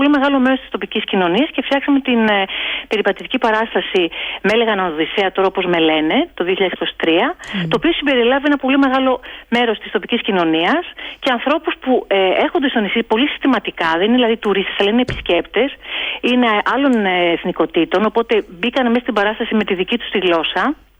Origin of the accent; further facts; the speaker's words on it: Athens, Attica, Greece; moved away as an adult; also born or lived in Chios / Netherlands; now in Donousa, Greece; Είμαι από την Αθήνα, αλλά κατάγομαι από Κέρκυρα. Έχω ζήσει κάποια χρόνια στην περιφέρεια, 2 χρόνια στη Χίο και πολλά χρόνια στο εξωτερικό. Και στην Δονούσα ζω τα τελευταία 7 χρόνια περίπου.